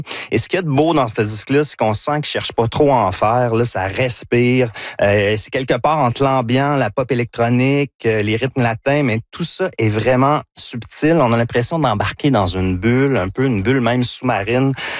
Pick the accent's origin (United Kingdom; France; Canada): Canada; Victoriaville, Quebec; accent: Victoriaville; Puis c'est mon accent de Victoriaville.